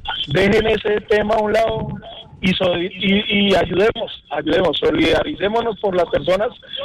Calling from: Bogotá, Colombia; Estoy ubicado … estoy ubicado por aquí en Bosa, en el barrio Bosa de la ciudad de Bogotá.

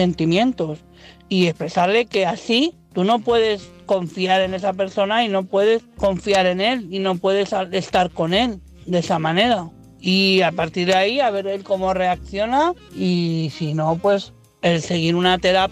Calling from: Madrid, Community of Madrid, Spain; de Madrid.

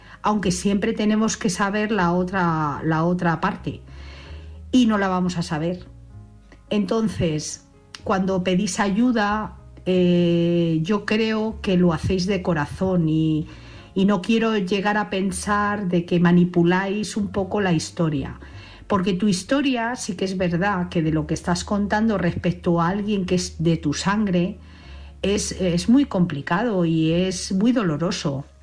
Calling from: Madrid, Community of Madrid, Spain; de Madrid.

